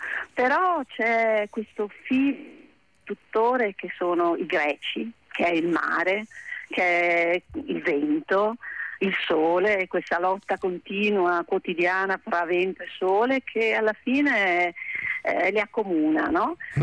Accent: Venice, Veneto, Italy; Per me veneziana

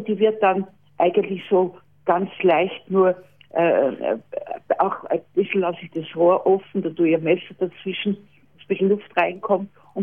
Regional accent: Austria; Ich bin ja aus Österreich und bei uns gibt es in Wien den Grenadiermarsch.

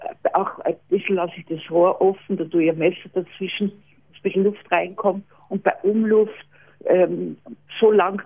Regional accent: Austria; Ich bin ja aus Österreich und bei uns gibt es in Wien den Grenadiermarsch.

